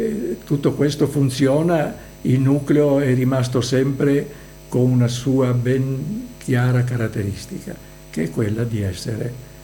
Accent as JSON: {"language": "Italian", "town": "Buje", "region": "Istria County", "country": "Croatia", "also_born_or_lived": "Piran", "moved": "yes", "said": "visto che abito a Pirano, a quei tempi abitavo a Pirano, e ha detto, ma lei non è piranese? No, dico, sono di Buie."}